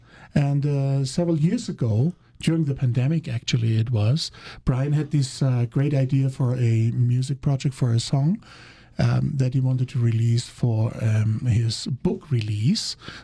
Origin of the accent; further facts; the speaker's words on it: Germany; English is a second language; Well, I'm initially from Germany, born and raised there, and grew up there.